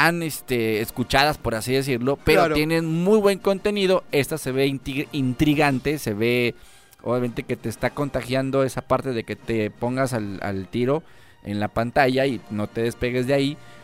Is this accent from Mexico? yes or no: yes; Mexico; lo que uno podrá decir como mexicano.